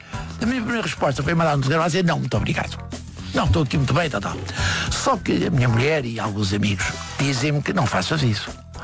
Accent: Almada, Setúbal, Portugal; born there; Onde eu nasci.

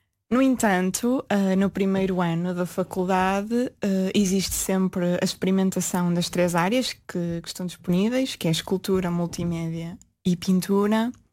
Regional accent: Peso da Régua, Norte, Portugal; moved away as an adult; also born or lived in Póvoa de Varzim; now in Porto, Portugal; na Régua, sim. E também na Folgosa. Eu estive desde o pré-escolar até o quarto ano numa escola na Folgosa. Tenho uma grande ligação ao Douro, à Régua e à Folgosa também.

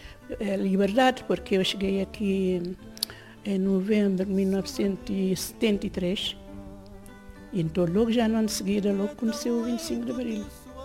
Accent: Cape Verde; Eu não fui à escola, nunca fui à escola em Cabo Verde.

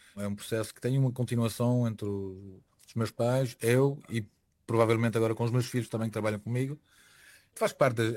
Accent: César, Aveiro, Portugal; era de abrir um Lusitália lá na minha terra, que chama-se a capital. Nós chamamos a capital, mas se chama César mesmo.

